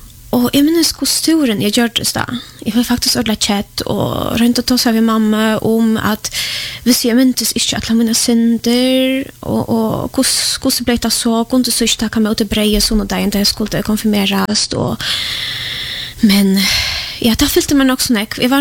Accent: Poland; now in Sweden; Jag är född och uppvuxen i Polen.

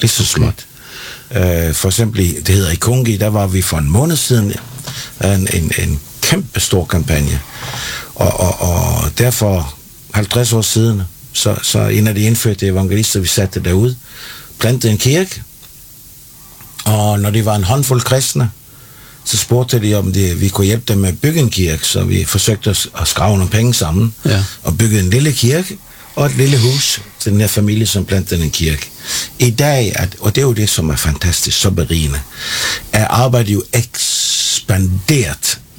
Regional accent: Bornholm, Capital Region of Denmark, Denmark; moved away; Altså, jeg er fiskersøn fra Bornholm

